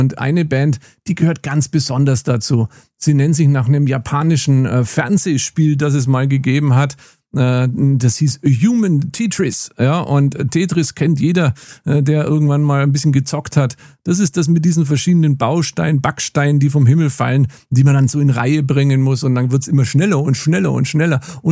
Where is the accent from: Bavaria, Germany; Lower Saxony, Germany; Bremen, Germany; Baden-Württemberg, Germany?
Bavaria, Germany; Nuremberg; Und am 13.11. ist er in meiner Heimat, und zwar im Hirsch in Nürnberg.